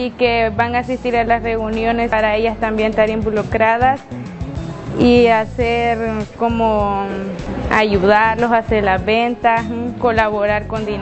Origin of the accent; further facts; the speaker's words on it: Tapesquillo Alto, La Paz, El Salvador; Y ando con mis dos compañeras, que es Lady y Naomi, y vengo del Tapesquillo Alto.